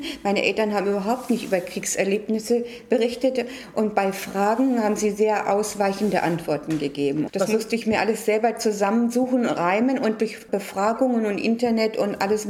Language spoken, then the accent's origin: German; Berlin, Germany; born there; Ja, ich bin in den Luftschutzräumen der Reichskanzlei geboren, in der Vossstraße.